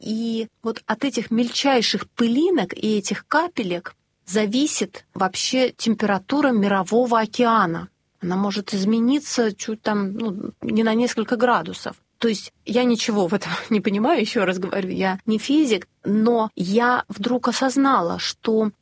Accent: Saint Petersburg, Russia; То есть мы не говорим, что вот мы, петербуржцы, молимся только за Петербург, а вы, москвичи, там, тулики и так далее.

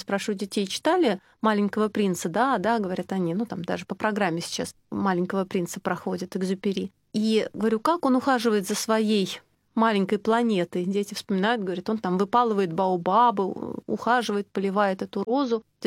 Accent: Saint Petersburg, Russia; То есть мы не говорим, что вот мы, петербуржцы, молимся только за Петербург

